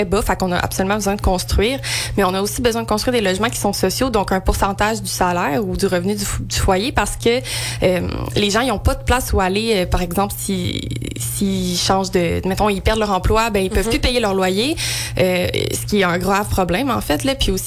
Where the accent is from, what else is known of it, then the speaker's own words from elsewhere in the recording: Quebec, Canada; now in Estrie, Canada; Ben, je pense que je suis une personne un peu de plusieurs endroits. Là, moi, j'ai grandi en Montérégie, mais j'ai transféré en Estrie.